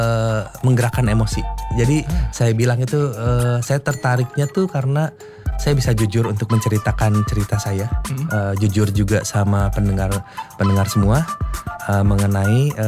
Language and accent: Indonesian; Bandung, West Java, Indonesia; Braga meskipun kita orang Bandung ya, aduh Braga udah over